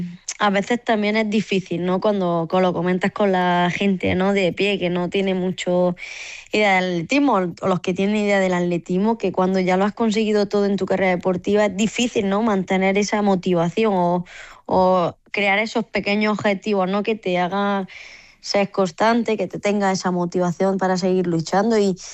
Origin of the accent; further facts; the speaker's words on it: Granada, Andalusia, Spain; para mí como granadina estar a una hora de casa